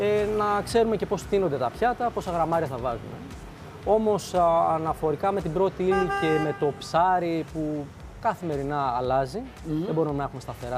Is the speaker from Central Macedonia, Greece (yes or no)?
yes; Thessaloniki, Central Macedonia, Greece; Ήρθα από την Κρήτη και το 1964 άνοιξε το πρώτο βιβλιοπωλείο στη Θεσσαλονίκη. Ήμουνα εκεί για πολλά χρόνια, δηλαδή θυμάμαι όλη μου τη ζωή μέσα στα βιβλία.